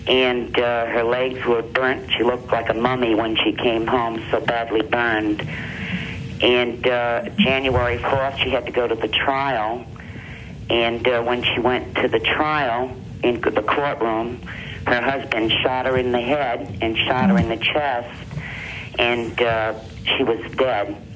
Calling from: Middletown, Rhode Island, United States; from Middletown, Rhode Island.

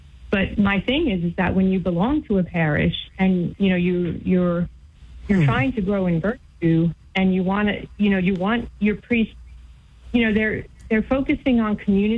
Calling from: Virginia, United States

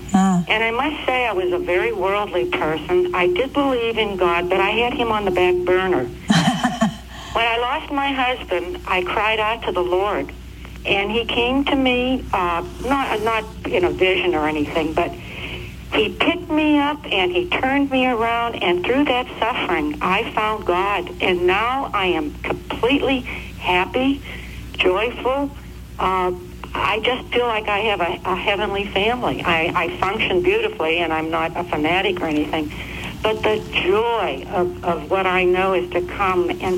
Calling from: Missouri, United States; I'm from Missouri.

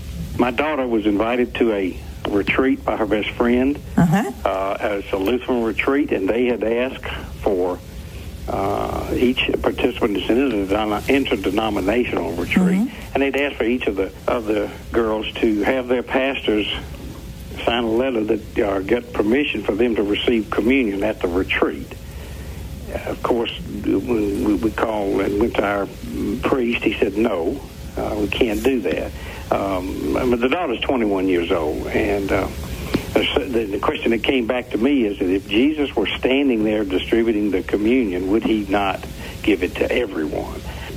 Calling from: Atlanta, Georgia, United States; Atlanta, Georgia.

